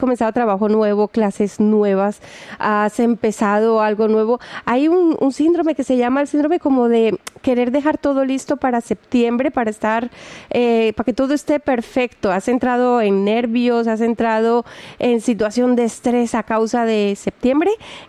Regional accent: Caribbean Region, Colombia; yo soy de Colombia, me voy de vacaciones y digo, wow, la temperatura de mi Caribe colombiano no se compara a ningún mar.

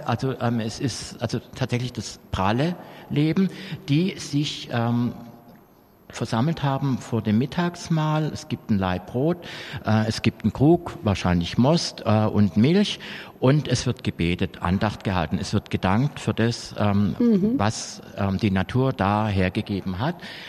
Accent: Schorndorf, Baden-Württemberg, Germany; meine ist zum Beispiel hier in Schorndorf groß geworden, also geboren, aber von Flüchtlingseltern. Und hätte es diesen Zweiten Weltkrieg nicht gegeben, dann wäre ich in einem Bauernhof groß geworden in Westpreußen.

